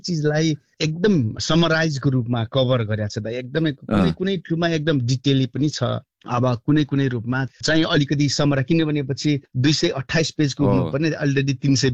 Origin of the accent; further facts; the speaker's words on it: Rolpa, Lumbini Province, Nepal; born there; moved away; हामी जस्तो ब्याकग्राउन्डमा हेरेको हुर्के पनि, जस्तै रोल्पा जस्तो होइन, एउटा विगत गाउँमा जन्मेर भए पनि